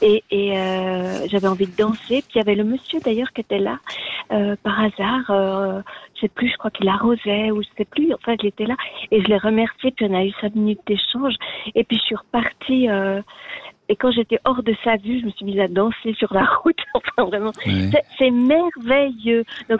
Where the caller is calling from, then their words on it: Neuchâtel, Switzerland; moi j'habite à Neuchâtel